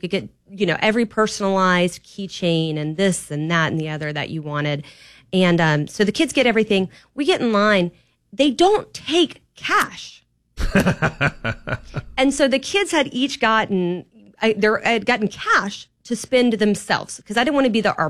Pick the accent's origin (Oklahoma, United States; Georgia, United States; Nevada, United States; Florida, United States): Florida, United States; Titusville; also born or lived in Orlando; growing up in Titusville in Orlando